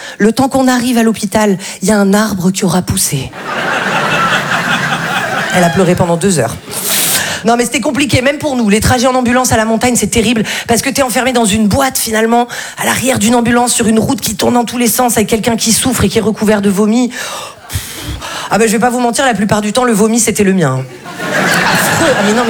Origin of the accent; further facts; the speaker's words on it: Val-de-Blore, Provence-Alpes-Côte d'Azur, France; parce que moi, je viens d'un tout petit village qui s'appelle Val-de-Blore.